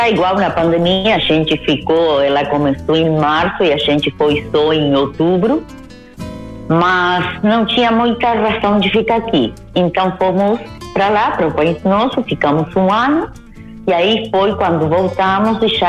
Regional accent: Río Branco, Cerro Largo, Uruguay; born there; accent: Brazilian Portuguese; Portuguese is a second language; also born or lived in Melo, Uruguay; eu nasci em Melo e... Vim para Rio Branco, que a família da minha mãe é daí.

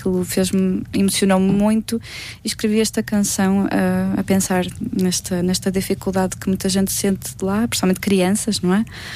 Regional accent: Portugal; Acho que quando saímos de Portugal percebemos que somos até bastante abençoados pela natureza que nos rodeia. Temos mar, rio, montanha, temos estas tradições todos os anos a acontecer, que são únicas

